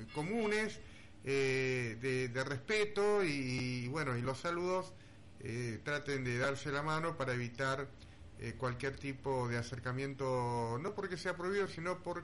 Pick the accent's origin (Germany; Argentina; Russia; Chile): Argentina; nosotros argentinos estamos acostumbrados a abrazarnos, a besarnos